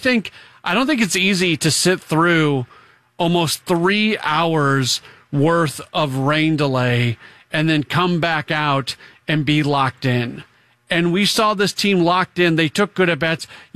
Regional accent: St. Louis, Missouri, United States; moved away; as somebody who's lived all over the country but grew up in St. Louis

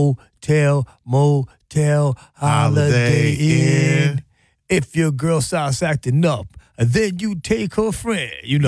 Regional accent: Milwaukee, Wisconsin, United States; also born or lived in Los Angeles / Chicago / Gary; I was raised in Milwaukee

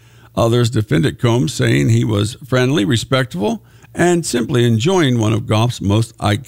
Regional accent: United States; we are American.

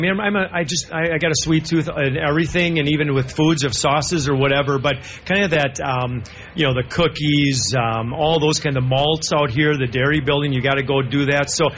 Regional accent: Minnesota, United States; I'm a Minnesotan.

